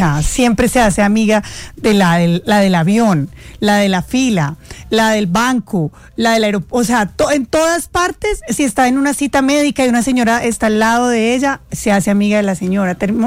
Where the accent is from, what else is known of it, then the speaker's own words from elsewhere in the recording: Colombia; Entonces no se preocupen que el mundial termina, pero nosotros continuamos celebrando porque somos colombianos.